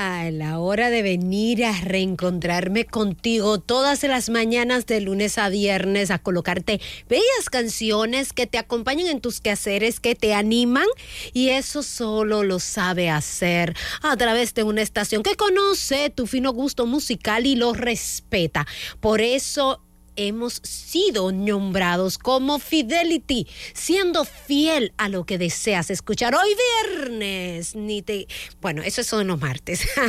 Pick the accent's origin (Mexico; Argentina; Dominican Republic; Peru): Dominican Republic; born there; Yo de verdad soy venezolana de corazón, aunque no nací en Venezuela, nací acá en República Dominicana, pero me siento muy venezolana